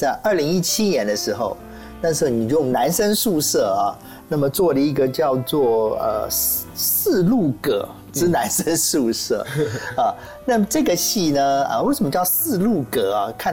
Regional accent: Taiwan; 可是香港跟澳门对我们台湾人来讲的话，好像就不这么的分得清楚他们的差异啊。

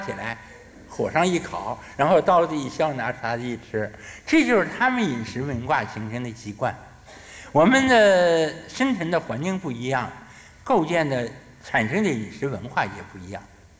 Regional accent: China; 我们中国人

